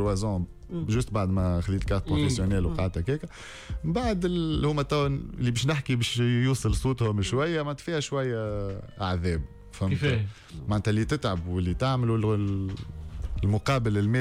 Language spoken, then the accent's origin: Arabic; Tunisia